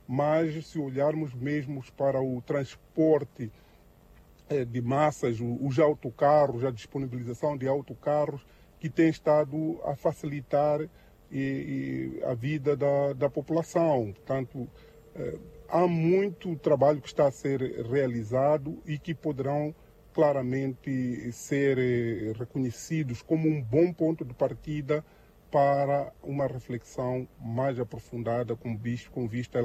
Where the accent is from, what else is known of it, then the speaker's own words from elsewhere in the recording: Mozambique; aguardamos como moçambicanos